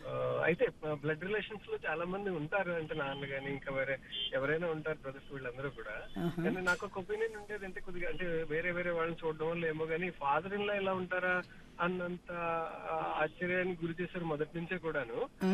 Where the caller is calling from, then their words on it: Hyderabad, Telangana, India; నేను హైదరాబాద్ నుంచి మాట్లాడుతున్నాను.